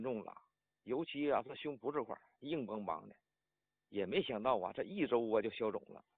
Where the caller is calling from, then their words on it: Harbin, Heilongjiang, China; 啊，我是哈尔滨的，这不前天嘛去儿子家了